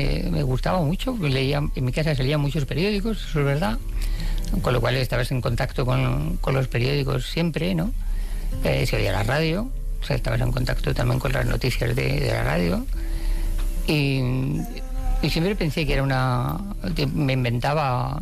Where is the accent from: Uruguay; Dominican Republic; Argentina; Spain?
Spain; Madrid, Community of Madrid; born there; Yo nací en Madrid, mi padre era de Úbeda, de Jaén, y mi madre era cubana.